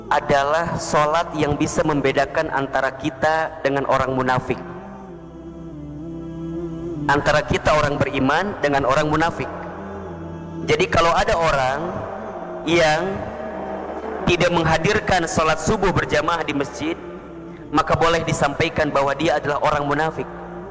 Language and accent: Indonesian; Garut, West Java, Indonesia; Saya waktu di Garut itu, saya aslinya orang Garut gitu